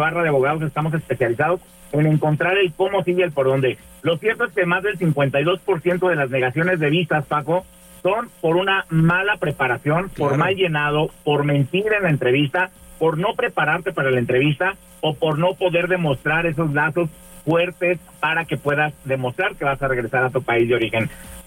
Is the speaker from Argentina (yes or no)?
no; Michoacán, Mexico; moved away; also born or lived in Texas / Miami, Florida; yo soy mexicano, originario del estado de Michoacán. Estudié en Miami, en Florida, estudié la carrera de migración en los Estados Unidos. Perfecto. Y esto porque justamente viví muchos años acá en Texas. Estuve viviendo aquí en San Antonio, en Austin, en el Valle de Texas.